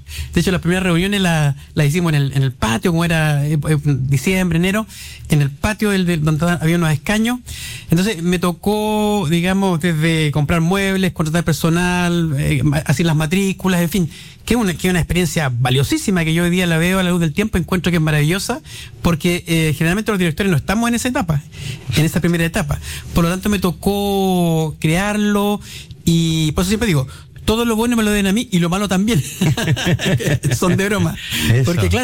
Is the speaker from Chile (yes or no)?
yes; Concepción, Biobío, Chile; sí, nos yo soy penquista de nacimiento, siempre he vivido en la región. He estado en algún periodo, por razones académicas, de estudio fuera, pero en general siempre en mi región. Soy un hincha de mi región, ¿ya?